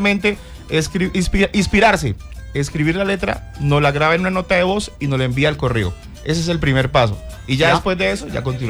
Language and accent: Spanish; Colombia; de lo orgullosos que somos de ser colombianos